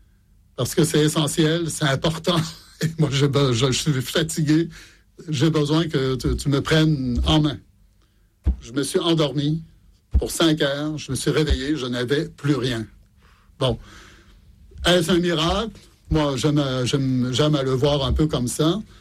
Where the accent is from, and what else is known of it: Montreal, Quebec, Canada; born or raised there; moved away as an adult; now in France